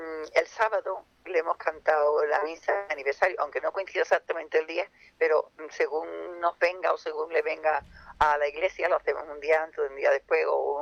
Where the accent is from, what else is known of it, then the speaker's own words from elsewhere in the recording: Spain; born there; yo nací en la Huerta del Carrascón